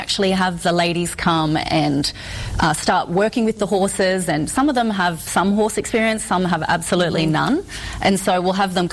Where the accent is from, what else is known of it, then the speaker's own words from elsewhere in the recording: Australia; moved away as an adult; now in United States; Well, obviously my accent's a little funny, and so I'm from Australia.